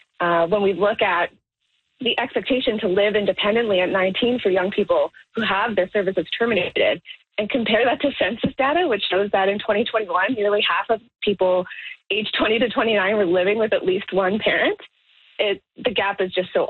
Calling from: Toronto, Ontario, Canada

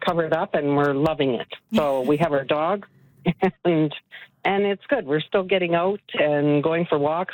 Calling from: Alberta, Canada; Well, I'm actually calling from Peter's Pond, which is on the Paddle River Campground and Paddle River.

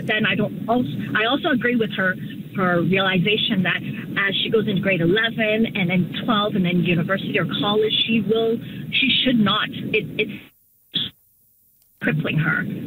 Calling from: Ontario, Canada; I'm calling from the York region, there's nothing.

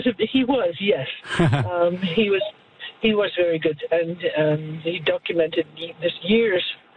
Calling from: Edmonton, Alberta, Canada; Edmonton.

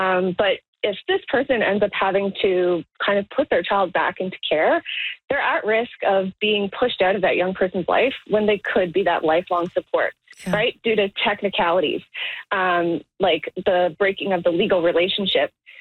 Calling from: Toronto, Ontario, Canada

